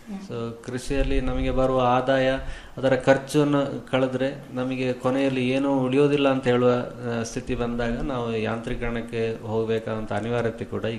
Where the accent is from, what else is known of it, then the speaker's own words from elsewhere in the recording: Puttur, Karnataka, India; ದಕ್ಷಿಣ ಕನ್ನಡ ಜಿಲ್ಲೆಯ ಪುತ್ತೂರು ನನ್ನ ಊರು.